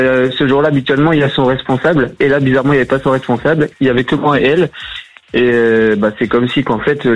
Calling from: Dunkirk, Hauts-de-France, France; moi je viens de Dunkerque.

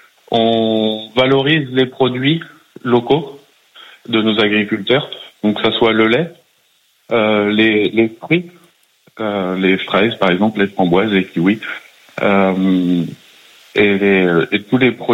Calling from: Cléder, Brittany, France; De Cléder, dans le Finistère

